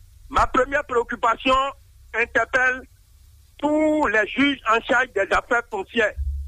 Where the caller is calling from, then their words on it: Porto-Novo, Ouémé, Benin; je vous appelle depuis Voleta 2 Port-de-Nouveau.